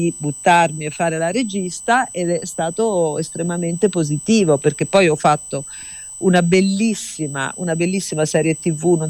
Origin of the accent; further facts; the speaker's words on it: Marche, Italy; io sono marchigiana